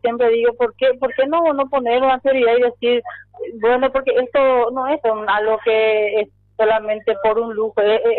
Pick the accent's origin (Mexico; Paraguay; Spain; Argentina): Paraguay; born there; yo nací en Tengo San Miguel, tengo mi familia y tengo mis padres ahí